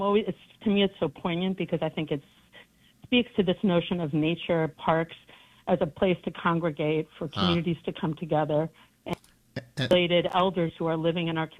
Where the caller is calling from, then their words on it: Brooklyn, New York, United States; Actually, I'm calling from Bed-Stuy, Brooklyn